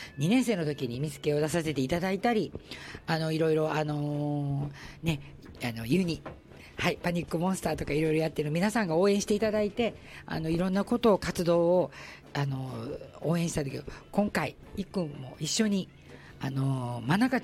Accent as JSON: {"language": "Japanese", "region": "Osaka", "country": "Japan", "said": "若干ね私も大阪人なのでズケズケと、KY とか全然、普通に行くんで"}